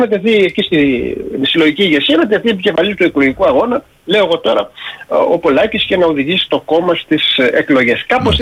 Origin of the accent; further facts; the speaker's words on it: Rethymno, Crete, Greece; Εγώ από το Ρέθμιο, ο κύριος Μητσοτάκης στα Χανιά.